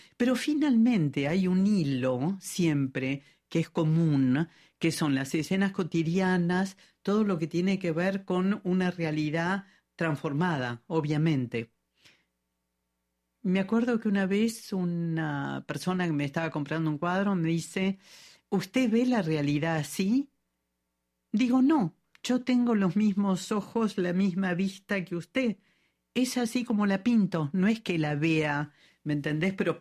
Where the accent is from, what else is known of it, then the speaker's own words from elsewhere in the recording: Argentina; now in Paris, France; yo me siento más argentina que francesa, pero me gusta mucho vivir en Francia.